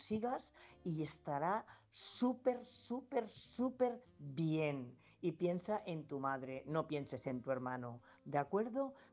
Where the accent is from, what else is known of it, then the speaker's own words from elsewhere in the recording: Castilla-La Mancha, Spain; now in Barcelona, Spain; yo soy manchega también, aunque vivo aquí en Barcelona, pero soy manchega.